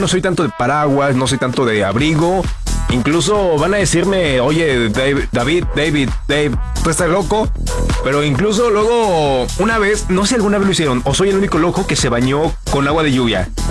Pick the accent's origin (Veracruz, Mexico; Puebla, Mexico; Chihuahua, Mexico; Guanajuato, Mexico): Puebla, Mexico; una vez, una tormenta allá en Puebla, allá en su casa de donde soy originario, se voló una lámina bien loco.